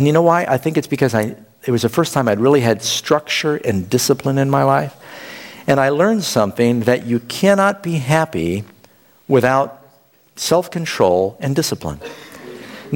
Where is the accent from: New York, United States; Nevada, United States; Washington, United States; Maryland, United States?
New York, United States; New York City; born or raised there